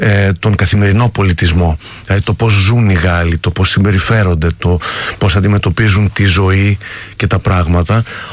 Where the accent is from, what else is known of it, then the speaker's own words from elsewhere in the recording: Greece; now in France; Ναι, είμαι ο Έλληνας, αλλά με έχει αγκαλιάσει η γαλλική κουλτούρα, δε, και η γαλλική κοινωνία.